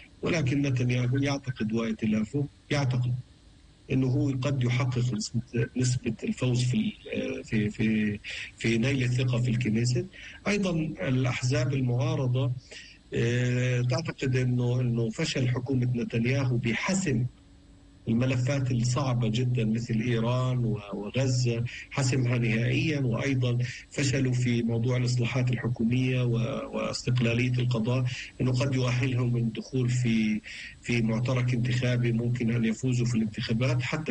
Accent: Palestine; هذه مصيرية لنا كشعب فلسطيني، لأنه سرداد الحقوق هذا قضية مهمة لنا كفلسطيني.

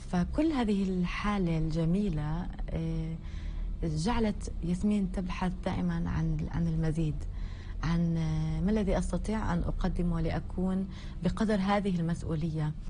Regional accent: Palestine; أيضا كتابنا الفلسطينيين من اتحاد الكتاب لوزارة الثقافة.

